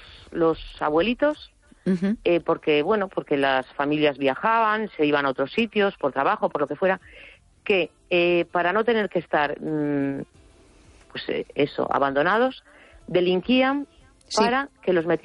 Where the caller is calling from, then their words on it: A Coruña, Galicia, Spain; Hola, buenas noches. … de La Coruña.